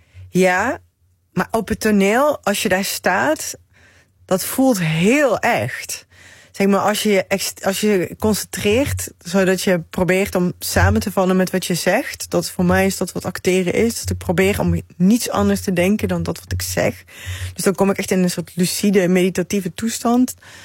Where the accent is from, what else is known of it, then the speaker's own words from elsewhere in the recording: Limburg, Netherlands; Ik kwam uit Limburg. Ik kwam uit een katholieke meisjesschool met uniform als in de stad.